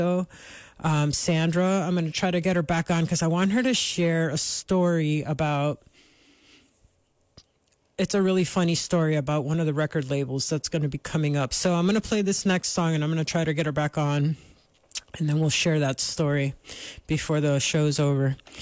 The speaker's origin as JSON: {"language": "English", "town": "Miami", "region": "Florida", "country": "United States", "tie": "born or raised there", "also_born_or_lived": "Brooklyn, New York", "moved": "as an adult", "said": "I was born and raised in Miami. I was born under a palm tree and stayed there until maybe when I was like 19. I left Miami and I moved to New"}